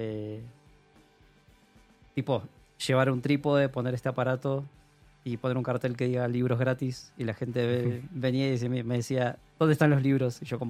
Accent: San Carlos de Bariloche, Río Negro, Argentina; also born or lived in La Plata; yo vengo de San Carlos de Bariloche, que queda como al sur, pero no tan sur de Argentina. Bueno, nací ahí. Después de unos años estudié en La Plata

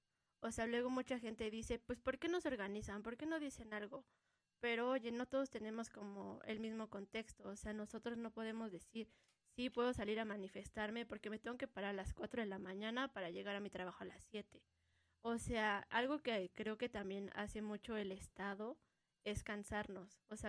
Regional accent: Ecatepec, State of Mexico, Mexico; yo cuando he dicho que soy de Ecatepec, siempre alguien hace una broma de, ay no, ahí matan, o justo como cuando conoces a gente de la ciudad y es, ah, sí, yo vivo en Ecatepec

